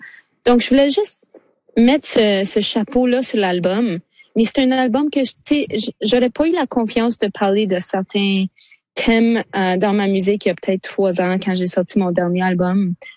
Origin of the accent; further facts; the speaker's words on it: Sudbury, Ontario, Canada; j'ai grandi à Sudbury, puis on est toute une gang de Obantawin qui vivent à Sudbury.